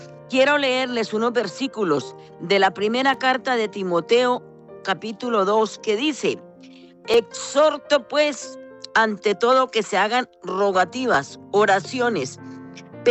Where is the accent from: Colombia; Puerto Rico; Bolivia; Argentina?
Colombia; Como colombianos que amamos a nuestra patria